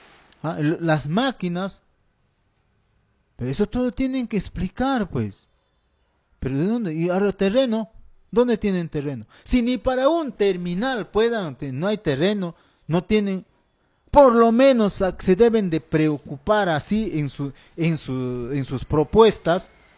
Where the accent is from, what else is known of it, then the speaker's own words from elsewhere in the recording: Ricrán district, Junín, Peru; now in Pichanaki, Peru; En estos días he podido estar por mi pueblo natal, distrito de Ricrán